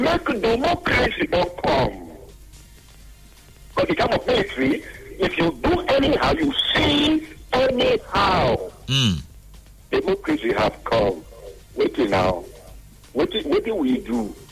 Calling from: Abuja, Federal Capital Territory, Nigeria; Yeah, I'm calling from Abuji.

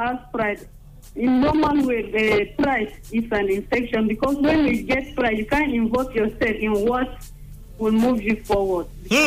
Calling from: Asaba, Delta, Nigeria; I'm calling from Asaba.

